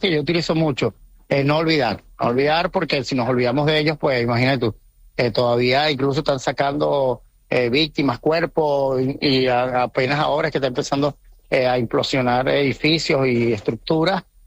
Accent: Canary Islands, Spain; now in Venezuela; Bueno, nosotros, pues como entidad canaria en Venezuela, pues hemos intentado pues ayudar, igual en conjunto con el gobierno de Canarias

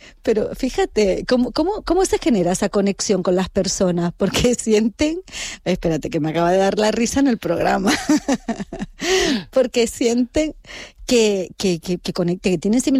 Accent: Canary Islands, Spain

